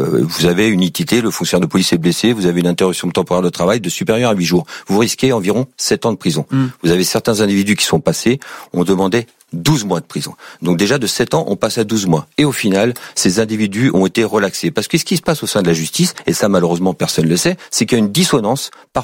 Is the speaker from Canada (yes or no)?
no; Île-de-France, France; Je fais partie des citoyens qui sont issus des quartiers sensibles. Je suis issu de Seine-Saint-Denis du 93. Mes parents y habitent toujours dans des cités HLM.